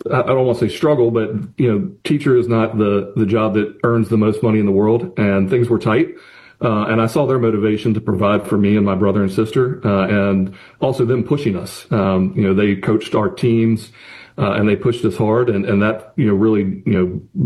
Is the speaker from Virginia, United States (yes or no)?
yes; Salem, Virginia, United States; I'm from Salem, Virginia, and I'm the oldest of three.